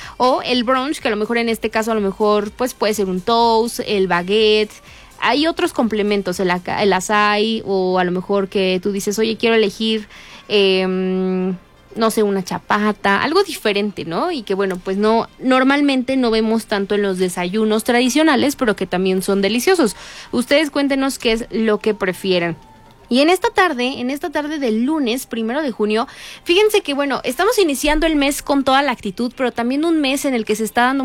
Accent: Mexico; siempre dejando todo para el último como buen mexicano

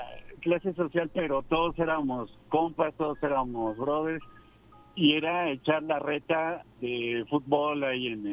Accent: Puebla, Mexico; mi niñez ahí en La Libertad fue mágico.

